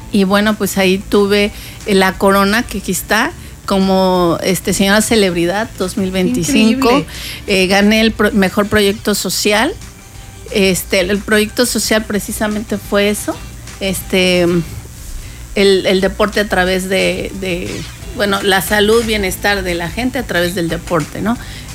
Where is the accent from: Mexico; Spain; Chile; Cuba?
Mexico; nosotros como mexicanas